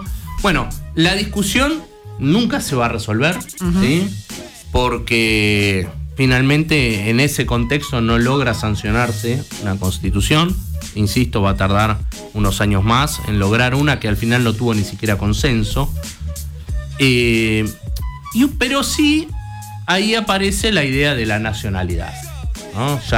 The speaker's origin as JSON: {"language": "Spanish", "country": "Argentina", "said": "lo que hoy conocemos como República Argentina, que es nuestro país"}